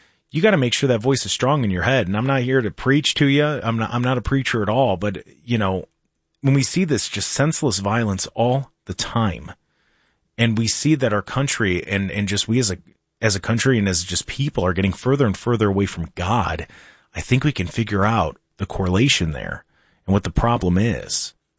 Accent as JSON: {"language": "English", "town": "Lodi", "region": "Ohio", "country": "United States", "tie": "born or raised there", "said": "Maybe because I grew up in Lodi and like Southern Medina County, maybe it was like an old fashioned upbringing."}